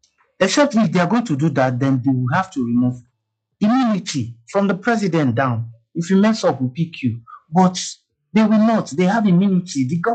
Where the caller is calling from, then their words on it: Abuja, Federal Capital Territory, Nigeria; I'm calling from Abuja.